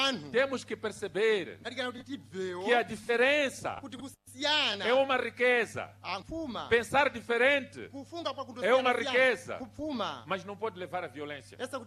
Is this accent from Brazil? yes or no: no; Mozambique